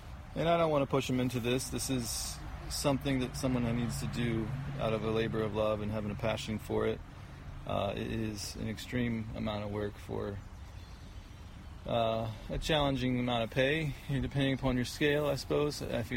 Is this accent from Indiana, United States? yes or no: no; Ohio, United States; moved away as an adult; I grew up in Ohio. I grew up helping my grandfather farm in Ohio and kind of a broad acre grain crops, and then moved here 10 years ago with my wife